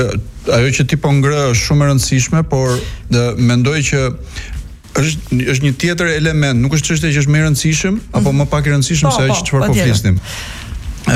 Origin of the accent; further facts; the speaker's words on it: Tirana, Tirana County, Albania; për ne që jemi rritur në Tiranë